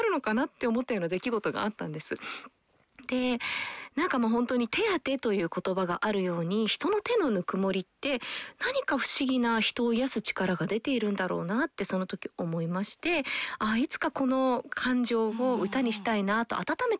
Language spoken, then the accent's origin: Japanese; Sobue, Aichi, Japan; 愛知県、昔は中島郡でしたが今は稲沢市に吸収合併されました祖父江町という町に生まれ育ちまして、のどかな田園風景の中本当に野原を駆けずり回り